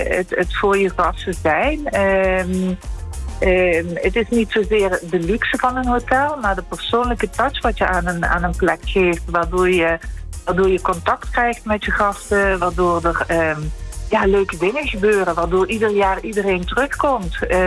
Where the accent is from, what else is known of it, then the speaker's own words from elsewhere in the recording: Netherlands; now in Paros, Greece; Nederland is natuurlijk nog altijd mijn, ook mijn thuisland. Mijn tweede, hoe je het noemen wilt. Ik probeer van allebei de landen het beste mee te pikken.